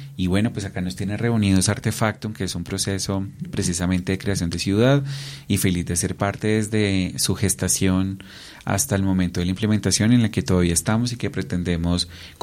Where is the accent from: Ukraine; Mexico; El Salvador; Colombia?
Colombia; Huila; moved away as an adult; now in Bogotá, Colombia; yo soy un joven campesino realmente muy inquieto. Yo soy del departamento del Huila y llevo más o menos alrededor de 22 años. Este año cumplo acá en Bogotá.